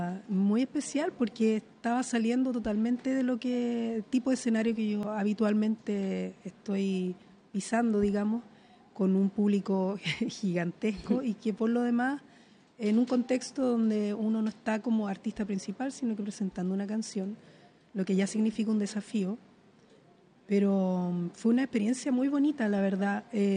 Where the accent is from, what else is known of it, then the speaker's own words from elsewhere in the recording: Chile; esa era mi manera de conectarme con mi identidad como chilena.